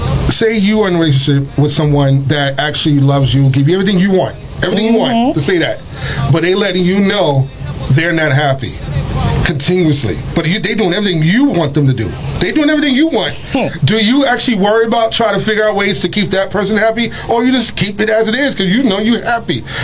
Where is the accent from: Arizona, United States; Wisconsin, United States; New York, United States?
New York, United States; Harlem; now in Bronx, United States; I'm from Harlem. End of the day, I'm from Harlem.